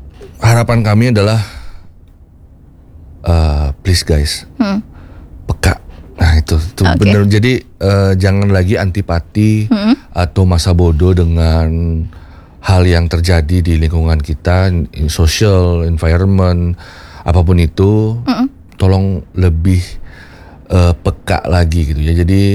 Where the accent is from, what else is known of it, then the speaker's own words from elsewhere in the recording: Bali, Indonesia; memang mencirikan kalau kita orang Bali, budaya kita di Luhung, sebagai orang timur yang beradab begitu, di mana Trihita Karana itu menjadi jiwa gitu ya, menjadi landasan kita hidup di Bali.